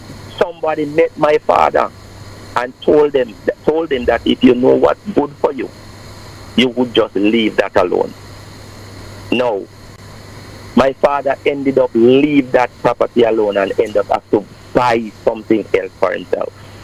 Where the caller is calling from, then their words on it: Clarendon, Jamaica; in 1975, that's the year that I was born, my father purchased a piece of land. I am from Clarendon.